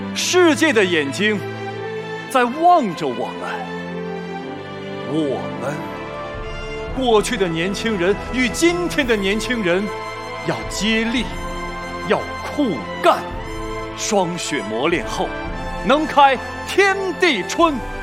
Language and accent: Chinese; Shandong, China; moved away as an adult; now in Chongqing, China; 因为我不是重庆人，我是山东人，从大学开始到这儿来学习工作，以及现在是半个重庆人在生活